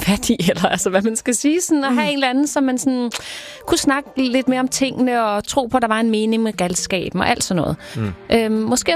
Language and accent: Danish; Skovshoved, Capital Region of Denmark, Denmark; jeg voksede op i Skovs Hoved, jeg kunne godt lide at gå i Skovs Hoved Kirke.